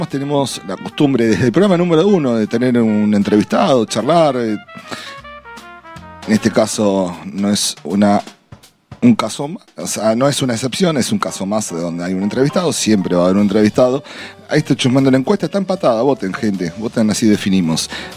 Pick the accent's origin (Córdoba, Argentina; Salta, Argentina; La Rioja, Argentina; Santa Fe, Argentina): Santa Fe, Argentina; Casilda; Estamos saliendo también en vivo y en directo en Casilda, provincia de Santa Fe, mi ciudad natal, ahí a unos 50 kilómetros de Rosario